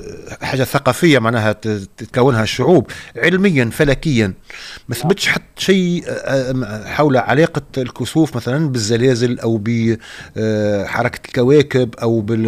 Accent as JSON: {"language": "Arabic", "country": "Tunisia"}